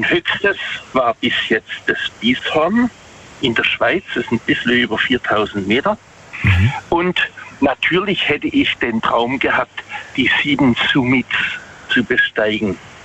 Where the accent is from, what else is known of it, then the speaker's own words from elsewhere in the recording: Waghäusel, Baden-Württemberg, Germany; Also ich komme aus Waghäusel.